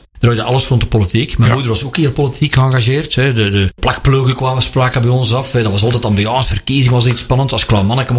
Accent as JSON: {"language": "Dutch", "town": "Mechelen", "region": "Flanders", "country": "Belgium", "tie": "born or raised there", "accent": "Mechelen accent", "said": "En ik denk dat als een niet-Mechelaar mij hoort spreken, dat hij onmiddellijk hoort dat ik van Mechelen ben."}